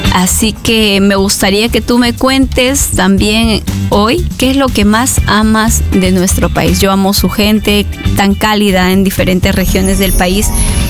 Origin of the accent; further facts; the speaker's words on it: Peru; born there; por haberme permitido nacer en este lugar, el Perú. Y es que no solamente en el lugar donde he nacido, que es Huancayo, Pampas